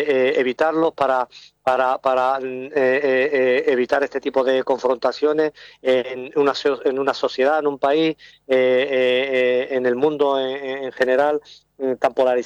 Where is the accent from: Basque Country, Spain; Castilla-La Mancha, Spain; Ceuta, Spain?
Ceuta, Spain; yo soy de aquí de Ceuta